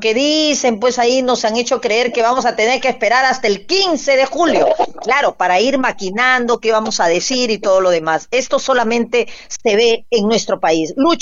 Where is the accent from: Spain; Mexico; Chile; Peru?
Peru